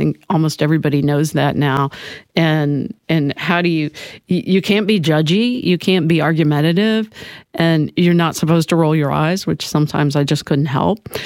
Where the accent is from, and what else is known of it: Urbana, Ohio, United States; born or raised there; moved away